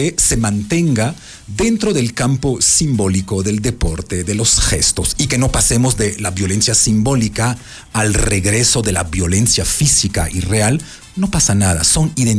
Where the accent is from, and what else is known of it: France; moved away